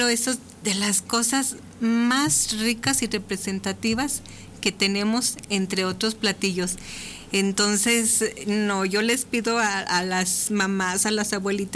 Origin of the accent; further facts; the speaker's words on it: San José de Gracia, Aguascalientes, Mexico; soy de San José de Gracia